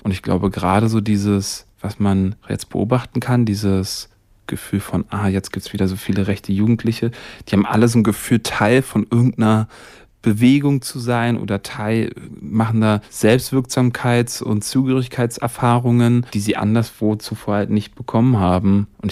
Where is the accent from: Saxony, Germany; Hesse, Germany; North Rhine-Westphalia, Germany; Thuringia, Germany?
Thuringia, Germany; Wir kommen aus Thüringen, so sieht unsere Lebensrealität aus.